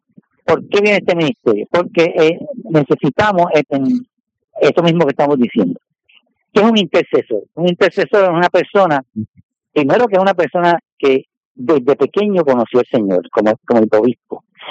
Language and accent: Spanish; San Juan, Puerto Rico; Yo soy de San Juan y venía con un hermano mío, diácono, al lado mío era de uno de Humacao, y había otro diácono que era de Arecibo.